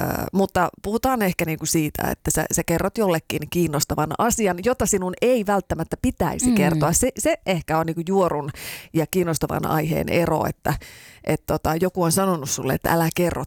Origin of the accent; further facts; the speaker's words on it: Raahe, North Ostrobothnia, Finland; moved away; Raahessa, josta olen kotoisin, niin siellä on vanhassa Raahessa tällaisia juorupeilejä.